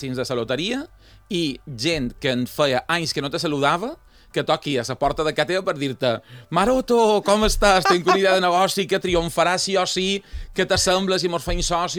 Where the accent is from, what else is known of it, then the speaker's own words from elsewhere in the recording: Palma, Balearic Islands, Spain; perquè des que m'he mudat no és el meu mercat, jo som de Pere Grau